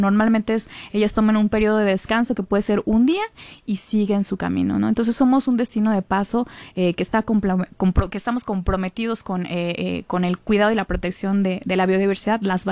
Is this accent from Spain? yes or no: no; Huatulco, Oaxaca, Mexico; soy habitante y porque a pesar de que no nací en Huatulco, yo me considero huatulqueña porque llegué desde los 5 años.